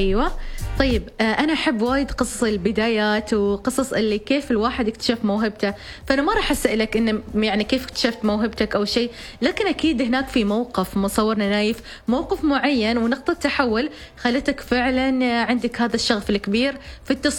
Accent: Oman

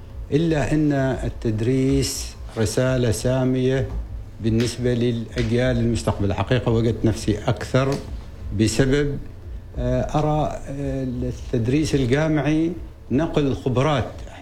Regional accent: Oman; احنا كعمانيين وعرب ومسلمين

